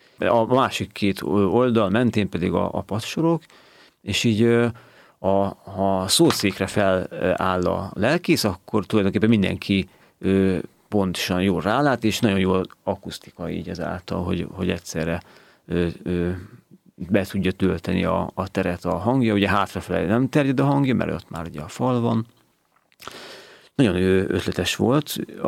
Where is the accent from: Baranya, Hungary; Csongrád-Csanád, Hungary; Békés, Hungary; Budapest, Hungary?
Csongrád-Csanád, Hungary; Hódmezővásárhely; de hát a szívem húz haza, tulajdonképpen én Hódmezővásárhelyen születtem, és ott is éltem, életem első szakaszában, és sokat láttam ezt a templomot